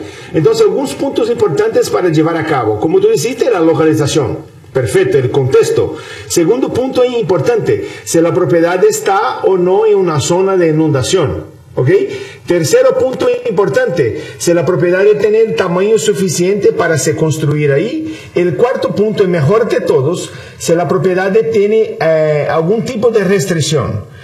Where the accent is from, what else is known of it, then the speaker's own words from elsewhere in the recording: Brazil; moved away as an adult; now in United States; yo soy de Brasil. Llegué a Estados Unidos en 1998 con $100 en el bolsillo